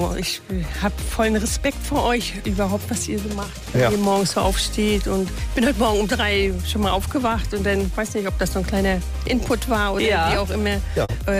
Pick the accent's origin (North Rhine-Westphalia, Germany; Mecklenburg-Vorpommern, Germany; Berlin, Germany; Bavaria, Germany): Mecklenburg-Vorpommern, Germany; Bernitt; Ich komme tatsächlich aus dem Dorf hier in Bernit und und das ist erstmal super schön hier zu leben